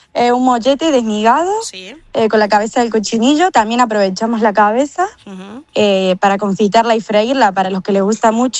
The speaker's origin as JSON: {"language": "Spanish", "country": "Argentina", "lives_now": "Spain", "said": "Sí, yo soy de Argentina."}